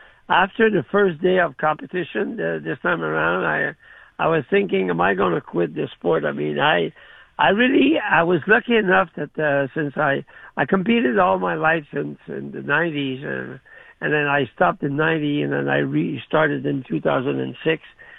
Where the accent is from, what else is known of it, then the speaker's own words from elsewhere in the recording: Canada; But we were 1 and 2 on the podium as Canadian.